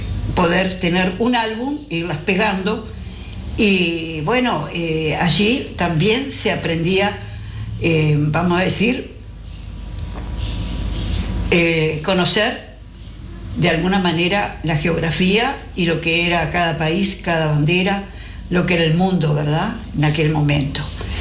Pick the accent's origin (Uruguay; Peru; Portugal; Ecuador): Uruguay; siendo uruguayos